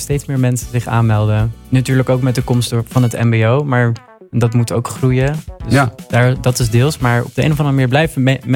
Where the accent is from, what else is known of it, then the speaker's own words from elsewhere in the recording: Leiden, South Holland, Netherlands; Ik kom wel uit Leiden. Mijn familie komt hier ook vandaan. Ik heb er niet altijd gewoond, maar ik ben nu weer terug.